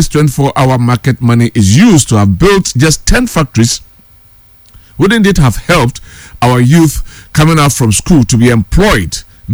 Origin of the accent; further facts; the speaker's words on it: Ghana; from Efijasi. In this country, our leaders always set priorities which are not really needed at the right time.